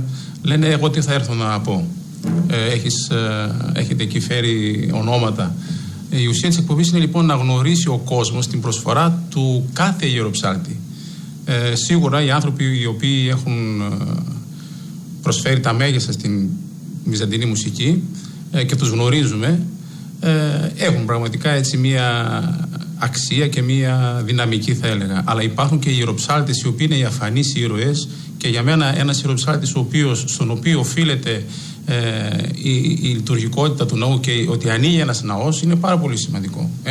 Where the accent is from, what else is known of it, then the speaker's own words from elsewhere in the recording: Aiani, Western Macedonia, Greece; γεννήθηκα στην Αιανή της Κοζάνης, στην ιστορική πόλη της Αιανής. Είναι και ιστορική έδρα του Δήμου Κοζάνης πλέον, μετά από τις νέες έτσι μορφές. Στην Αιάνη λοιπόν το 1972.